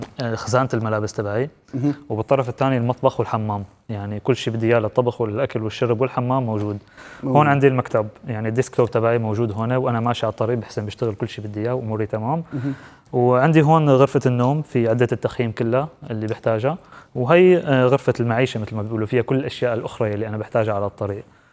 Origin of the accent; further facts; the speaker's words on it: Syria; فأنا نازل من النرويج باتجاه أوسلو، باتجاه عفوا مدينة دمشق العاصمة السورية